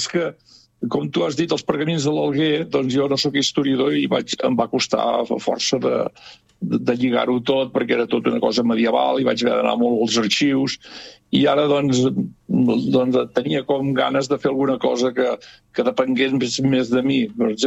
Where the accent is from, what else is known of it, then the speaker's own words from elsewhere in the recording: Sant Joan de les Abadeses, Catalonia, Spain; Vaig néixer a la Roca, soc fill de Sant Joan de les Abadeses, tu ja ho saps, però pels que no ho sàpiguen, soc fill de Sant Joan de les Abadeses. I des de la Roca, que és una casa de pagès que està entre Sant Joan i el Ripoll